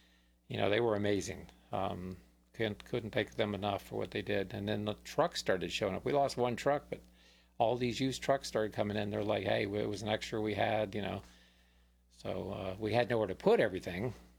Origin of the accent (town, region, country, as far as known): Florida, United States